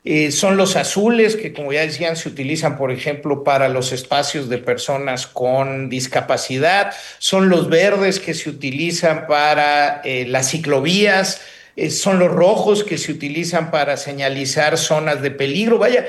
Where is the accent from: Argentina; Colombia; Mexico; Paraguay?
Mexico; Mexico City